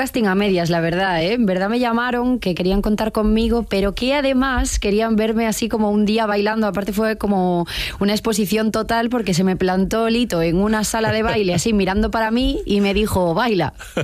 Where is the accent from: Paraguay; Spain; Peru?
Spain; Galicia; como gallega conozco las verbenas